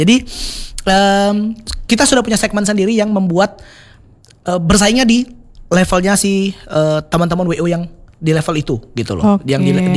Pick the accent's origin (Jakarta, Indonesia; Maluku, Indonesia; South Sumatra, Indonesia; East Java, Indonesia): South Sumatra, Indonesia; Palembang; kalau kita wong Palembang ini banyak cengkoneknya.